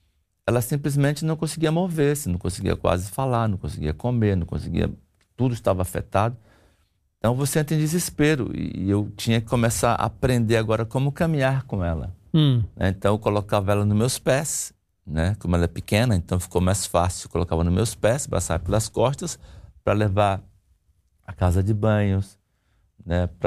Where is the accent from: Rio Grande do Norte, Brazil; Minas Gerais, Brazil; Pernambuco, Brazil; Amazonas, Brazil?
Amazonas, Brazil; Eu sou do Amazonas, bem no norte do Brasil, e fui para São Paulo estudar.